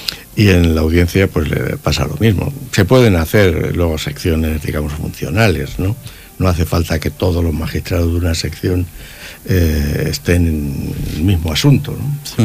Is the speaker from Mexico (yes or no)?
no; Tomelloso, Castilla-La Mancha, Spain; Tomelloso, en mi pueblo